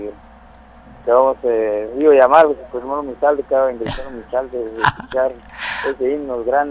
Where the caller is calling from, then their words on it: San Juan Sacatepéquez, Guatemala Department, Guatemala; Aquí por Caserío Los Huaques, San Juan, Zacatepeque.